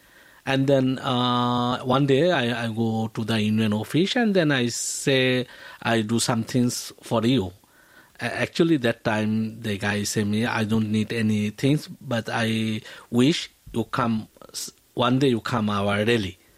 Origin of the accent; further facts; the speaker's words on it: Bangladesh; English is a second language; moved away as an adult; now in South Korea; Actually, I am from Bangladesh in 1998 in Korea, and I got married 2004, and I applied the citizen, and then 2009 I get the citizenship.